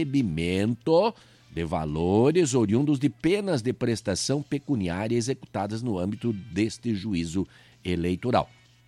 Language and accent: Portuguese; Pato Branco, Paraná, Brazil; born there; Pato Branco, minha terra natal, né?